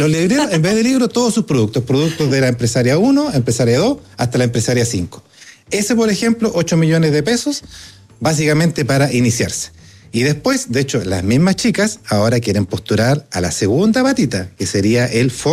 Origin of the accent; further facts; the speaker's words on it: Valdivia, Los Ríos, Chile; Yo soy del sur, yo soy de Valdivia.